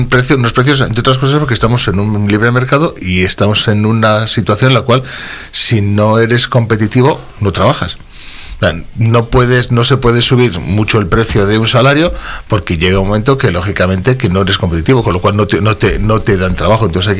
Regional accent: Orbó, Castile and León, Spain; En mi pueblo, este fin de semana, que celebrábamos en San Juan, en Orbó

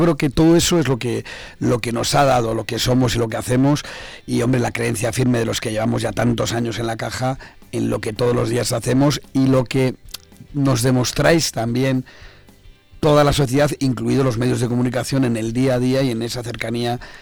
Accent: Zamora, Castile and León, Spain; queremos que Zamora prospere porque somos de aquí al final.

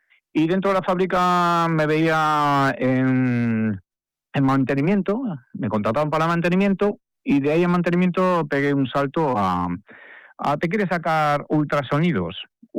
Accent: Arévalo, Castile and León, Spain; now in Viana de Cega, Spain; yo no soy de Viana de Cega realmente, soy de un pueblo que... de la zona de Ávila, que se llama Arévalo, pero por motivos de románticos me vine a Viana de Cega y bueno, aquí me he instalado.

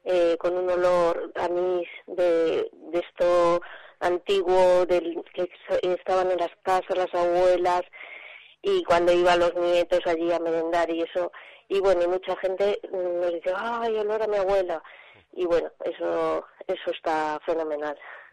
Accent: Cantabria, Spain; Somos cántabros

